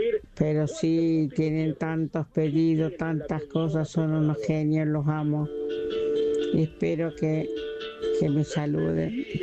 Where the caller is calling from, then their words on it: Las Parejas, Santa Fe, Argentina; Soy de Las Parejas